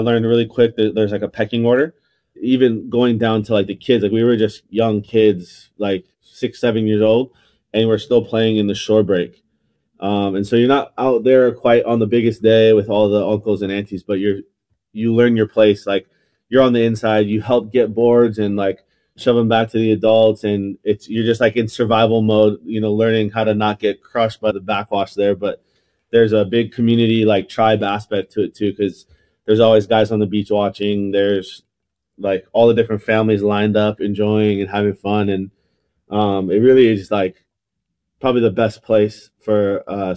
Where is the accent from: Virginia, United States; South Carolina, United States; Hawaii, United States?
Hawaii, United States; Waianae; So I think growing up in Waianae, out of all the islands, obviously biased, but it's like probably one of the best places to be.